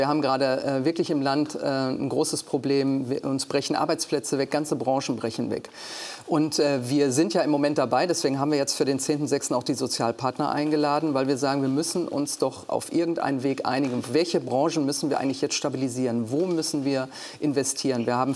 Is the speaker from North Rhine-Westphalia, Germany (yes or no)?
yes; Duisburg, North Rhine-Westphalia, Germany; now in Berlin, Germany; Also ich bin auch gerne in meiner Heimat, wenn die Zeit es erlaubt. Ich bin natürlich jetzt viel mehr in Berlin eingebunden. Mhm. Aber trotzdem bin ich immer wieder gerne in Duisburg.